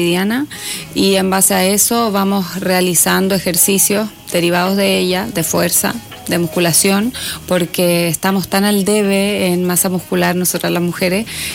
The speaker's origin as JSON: {"language": "Spanish", "town": "Santiago", "region": "Santiago Metropolitan Region", "country": "Chile", "lives_now": "La Serena, Chile"}